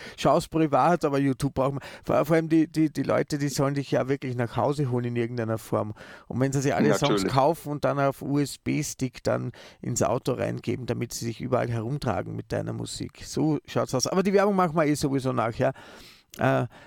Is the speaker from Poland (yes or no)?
no; Austria; weil wir Österreicher, also ich als Österreicher habe eine andere Ausdrucksweise als